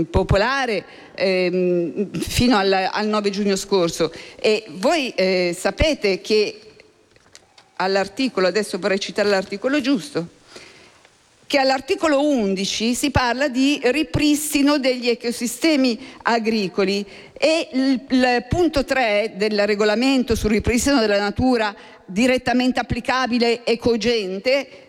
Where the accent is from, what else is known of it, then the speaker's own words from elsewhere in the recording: Lombardy, Italy; Io sono lombarda, sappiamo che i valichi montani sono principalmente in Lombardia.